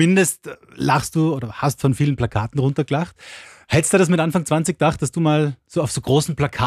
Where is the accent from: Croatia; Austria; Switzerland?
Austria; Saalfelden am Steinernen Meer, Salzburg; Ich komme aus Saalfelden am Steinernen Meer.